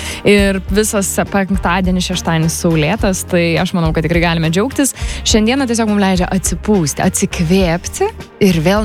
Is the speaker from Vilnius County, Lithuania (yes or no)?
no; Marijampolė, Marijampolė County, Lithuania; aš iš Marijampolės buvau.